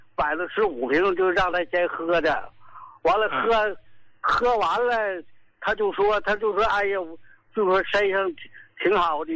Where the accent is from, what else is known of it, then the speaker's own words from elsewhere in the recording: Qinhuangdao, Hebei, China; 我老伴和我们都是秦皇岛的人士。